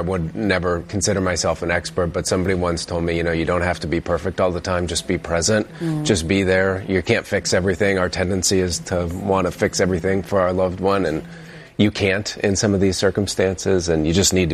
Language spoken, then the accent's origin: English; Illinois, United States; Illinois.